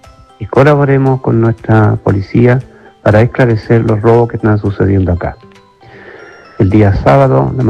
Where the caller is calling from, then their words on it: San Rosendo, Biobío, Chile; soy vecino de San Rosendo